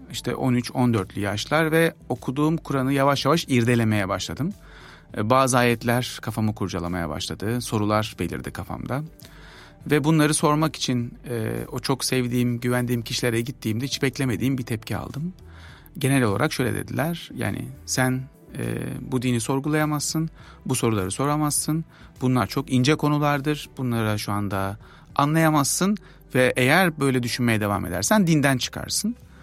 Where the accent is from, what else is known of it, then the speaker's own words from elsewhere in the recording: Kocaeli, Turkey; born there; 1984 Kocaeli doğumluyum.